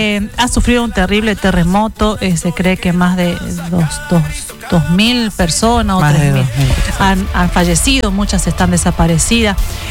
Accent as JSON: {"language": "Spanish", "country": "Argentina", "said": "ese orgullo argentino."}